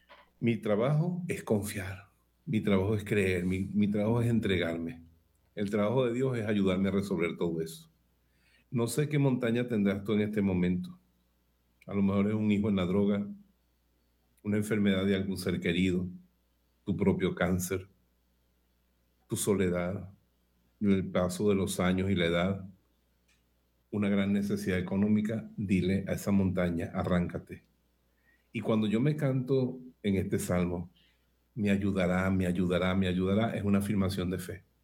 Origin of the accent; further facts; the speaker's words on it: Bejuma, Carabobo, Venezuela; nacieron en Bejuma, en mi pueblo